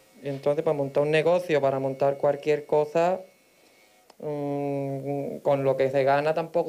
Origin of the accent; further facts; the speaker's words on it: Zahara, Andalusia, Spain; moved away as an adult; Yo de toda la vida. Yo he vivido tiempo fuera, pero al final yo quería volver a mi tierra, a mi sitio.